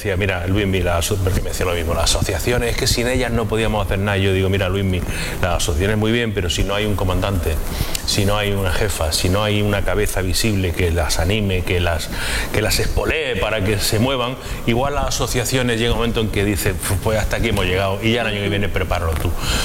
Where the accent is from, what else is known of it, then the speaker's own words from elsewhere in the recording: Villacarrillo, Andalusia, Spain; yo soy de Villacarrillo